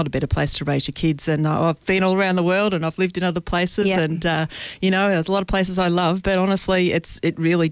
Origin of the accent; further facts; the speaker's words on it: Ballarat, Victoria, Australia; also born or lived in Subiaco, Western Australia / Perth / Broome; now in Margaret River, Australia; So I've been in Western Australia for 24 years, but funnily enough, I grew up in Ballarat in Victoria, I was actually born in Subiaco. My parents just happened to be there at the time, so I was destined to come back.